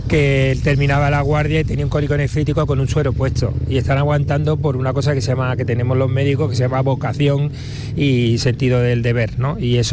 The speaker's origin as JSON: {"language": "Spanish", "country": "Spain", "said": "que también tenemos derecho como españoles a vivir en unas condiciones como pueda ser la persona de Algeciras que has comentado antes"}